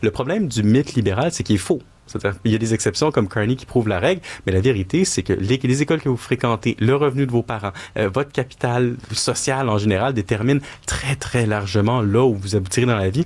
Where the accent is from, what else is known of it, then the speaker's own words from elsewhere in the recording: Quebec, Canada; si on est un francophone québécois